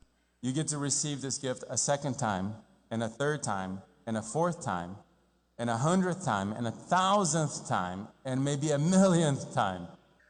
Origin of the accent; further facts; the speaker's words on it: Rio de Janeiro, Brazil; moved away; I grew up in Rio de Janeiro